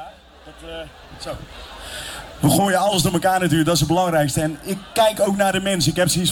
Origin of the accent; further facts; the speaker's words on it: North Brabant, Netherlands; ik ben een Brabander